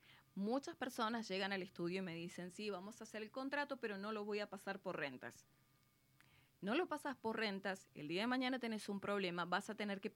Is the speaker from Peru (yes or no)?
no; Argentina; como argentinos así nos va.